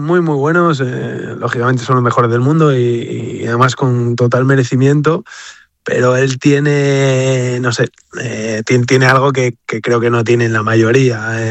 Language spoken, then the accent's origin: Spanish; Spain; para mí como español, pues es un orgullo